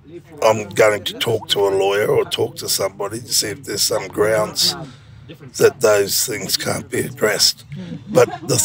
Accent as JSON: {"language": "English", "region": "Kooma country", "country": "Australia", "said": "I'm a Kuma man, but I've also been a member of the Sovereign Movement since I was born. I'm not an Australian, I'm a free man."}